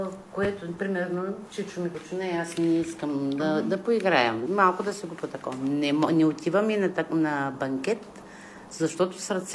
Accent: Obruchishte, Stara Zagora Province, Bulgaria; also born or lived in Spain; И тук си живеем, тук сме си родени, тук си живеем

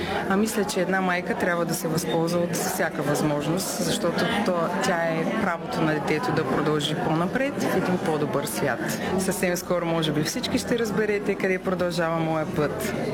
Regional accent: Shumen, Shumen Province, Bulgaria; аз обичам моя роден град, милея за него.

